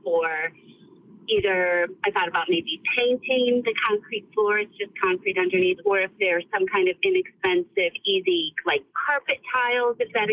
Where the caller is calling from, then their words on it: Tucker, Georgia, United States; I'm calling from Tucker, Georgia.